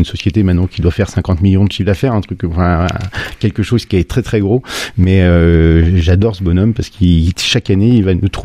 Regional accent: Auvergne-Rhône-Alpes, France; now in Bourg-en-Bresse, France; Je suis originaire de la région lyonnaise, moi

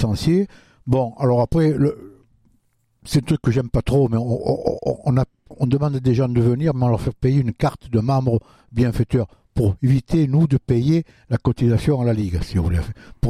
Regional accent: Saint-Raphaël, Provence-Alpes-Côte d'Azur, France; moi, je suis natif du Dramont. Je suis né au Dramont.

